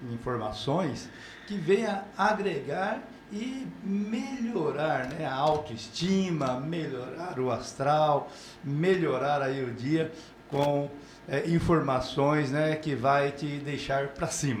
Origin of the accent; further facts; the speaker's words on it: Lucélia, São Paulo, Brazil; born there; also born or lived in Vicentina; now in Mirassol, Brazil; Eu nasci em Lucélia, né? São Paulo.